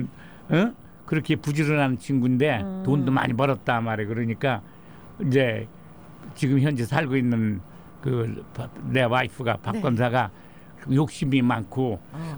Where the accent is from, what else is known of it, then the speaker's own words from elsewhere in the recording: Gongju, South Chungcheong, South Korea; moved away as an adult; now in United States; 공주 충남 공주.